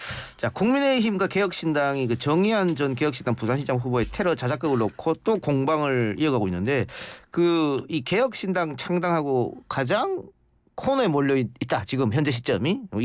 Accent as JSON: {"language": "Korean", "town": "Andong", "region": "North Gyeongsang", "country": "South Korea", "tie": "born or raised there", "said": "제가 옛날에 한 20여 년에 대학교 처음 갔을 때 고향이 어디냐 그래서 안동이라 그러니까 거기 군 아니야"}